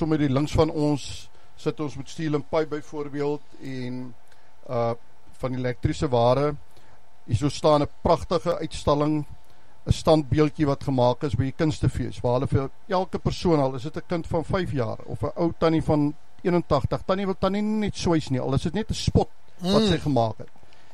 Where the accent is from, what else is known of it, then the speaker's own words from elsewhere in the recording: George, Western Cape, South Africa; moved away as an adult; also born or lived in Fort Beaufort; now in George, South Africa; ek het groot geword op George, 1963 gebore